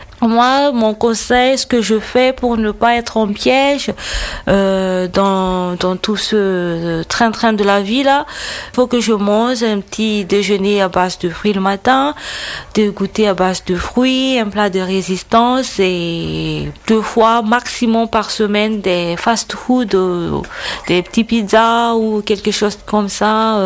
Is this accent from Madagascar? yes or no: yes; Madagascar; moved away as an adult; now in Vichy, France; je viens de Madagascar. Je suis ici en France depuis peu de temps, ça fait au moins 3 mois que je suis ici en France en tant que stagiaire associée à l'hôpital de Vichy.